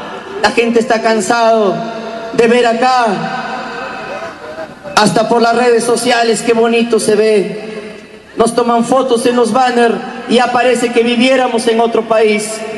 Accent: Motil, La Libertad, Peru; Allá mi tierra, Motil, Chota

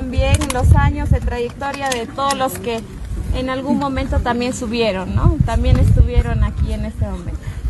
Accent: Peru

